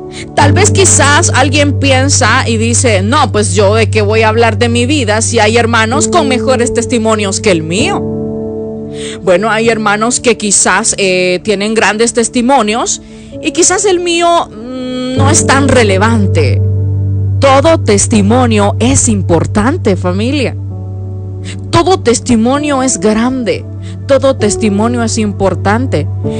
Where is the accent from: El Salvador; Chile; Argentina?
El Salvador; Yo también soy del Salvador.